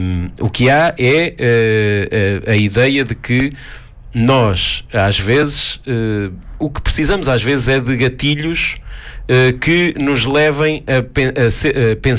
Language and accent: Portuguese; Gafanha da Nazaré, Aveiro, Portugal; moved away as an adult; also born or lived in Coimbra; a rádio na altura pirata da minha terra